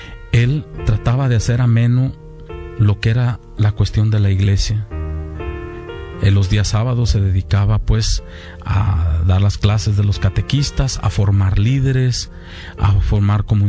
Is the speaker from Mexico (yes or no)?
yes; Zapotitlán de Vadillo, Jalisco, Mexico; lo mandaron a mi pueblo, ahí en Zapotitlán